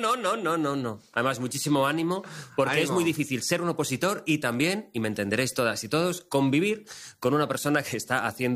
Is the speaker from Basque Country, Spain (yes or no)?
no; Valencia, Valencian Community, Spain; Que soy de Valencia.